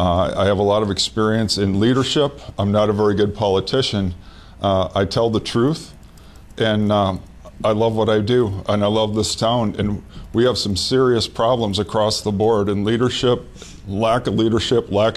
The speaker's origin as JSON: {"language": "English", "town": "Fargo", "region": "North Dakota", "country": "United States", "tie": "born or raised there", "said": "born and raised in Fargo. I graduated from Fargo North. I graduated from NDSU."}